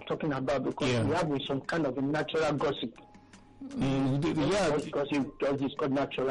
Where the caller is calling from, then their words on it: Lagos, Nigeria; I'm calling from Shasha.